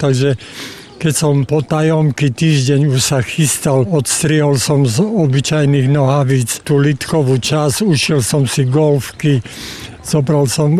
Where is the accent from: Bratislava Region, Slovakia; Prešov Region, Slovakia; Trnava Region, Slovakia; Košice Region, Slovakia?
Prešov Region, Slovakia; Kežmarok; Narodil som sa v Kežmarku